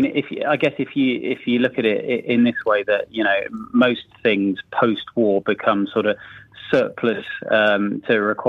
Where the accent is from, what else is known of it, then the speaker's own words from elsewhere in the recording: South East England, United Kingdom; I've spent most of my life growing up around Membury, or former RAF, or United States Army Air Force Membury.